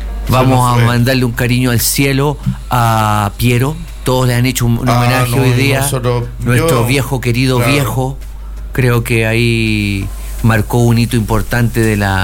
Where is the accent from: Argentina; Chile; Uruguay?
Chile; Buenos anfitriones somos los chilenos.